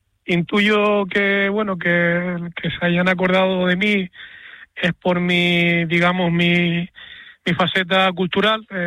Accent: Canary Islands, Spain; eran las fiestas de la patrona, finalizando el verano y las de mi pueblo, o sea que sí, era en ese área, en ese ámbito del folclore y la música y el ámbito de fiesta, pues lo máximo que había y hay en Fuerteventura prácticamente.

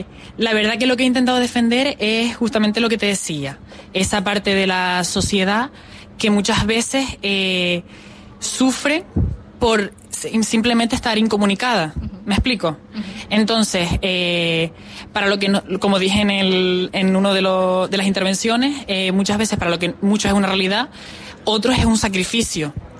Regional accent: La Laguna, Canary Islands, Spain; Yo soy de La Laguna.

